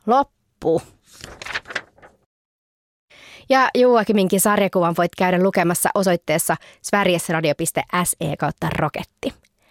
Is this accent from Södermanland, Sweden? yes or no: yes; Eskilstuna, Södermanland, Sweden; Finnish is a second language; Minun isä on suomalainen ja minä olen ruotsalainen. Osaan vain vähän suomea.